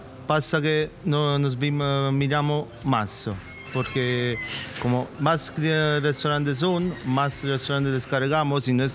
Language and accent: Spanish; Campania, Italy; Spanish is a second language; moved away; Como somos italianos, napolitano, casi del mismo pueblo.